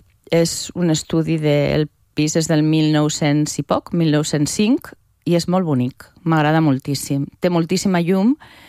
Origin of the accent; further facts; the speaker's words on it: Zaragoza, Aragon, Spain; moved away as an adult; now in Catalonia, Spain; Jo vaig venir a estudiar a Barcelona, soc de Saragossa, vaig venir a estudiar a Barcelona perquè a Saragossa encara no hi ha Facultat de Belles Arts